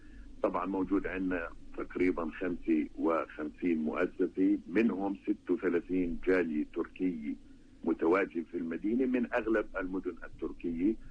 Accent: Palestine; now in Turkey

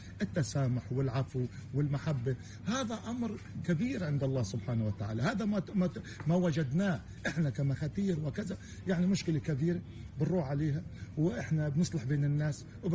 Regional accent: Gaza Strip, Palestine; احنا عنا عادات وتقاليد في قطاع غزة

